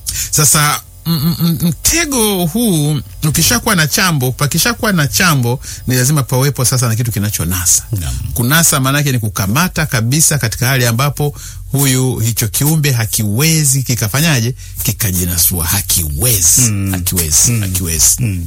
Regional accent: Ukerewe, Mwanza, Tanzania; Maki sasa umetuacha sisi ambao tumetoka kule tumetoka kule Kasaramsenga, Kaparamsenga na kule Uviza na kule Ukerewe.

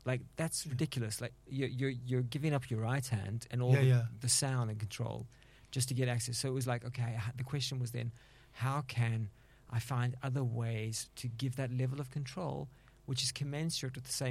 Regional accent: South Africa; as a South African jazz musician

